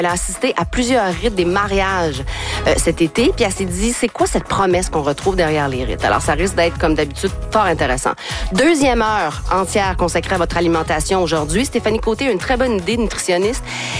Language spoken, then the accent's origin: French; Quebec City, Quebec, Canada; now in Montreal, Canada; la ville de Québec, ma ville natale.